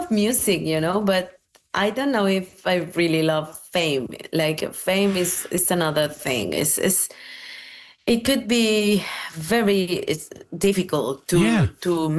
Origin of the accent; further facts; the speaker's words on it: Veracruz, Mexico; I grew up in Veracruz. Eventually, I wanted to go back home.